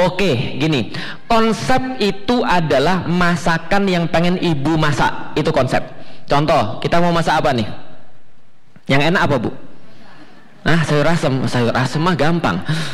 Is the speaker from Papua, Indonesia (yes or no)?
no; Palembang, South Sumatra, Indonesia; now in Jakarta, Indonesia; Contoh, saya tuh orang Palembang. Karena saya orang Palembang, dari kecil saya makan pempek sama cuka.